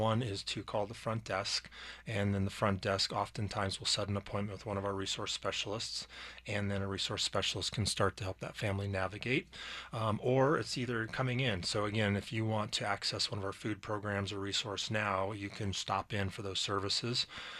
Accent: Loveland, Colorado, United States; also born or lived in Fort Collins, Colorado / Kansas; So I grew up in the Front Range. I grew up in Loveland, Fort Collins. Went to school out in Kansas and then moved back to the Front Range.

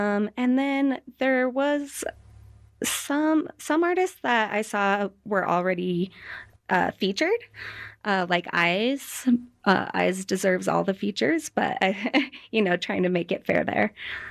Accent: Estes Park, Colorado, United States; also born or lived in Loveland / Arvada / Chicago; now in Denver, United States; I grew up in Estes Park. I spent my childhood out there. And then I was in Loveland, Arvada, kind of moved around. But I've been in Denver since 2009, off and on. I had a short stint in Chicago

